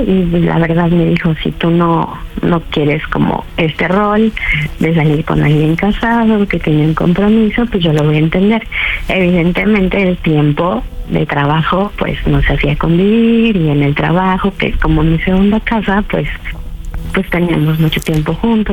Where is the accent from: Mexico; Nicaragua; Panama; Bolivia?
Mexico; Guadalajara, Jalisco; 34 años y soy de Guadalajara.